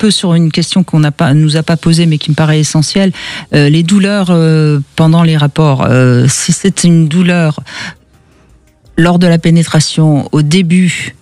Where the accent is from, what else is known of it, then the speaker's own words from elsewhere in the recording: Tourcoing, Hauts-de-France, France; born there; je suis née à Tourcoing, dans le Nord.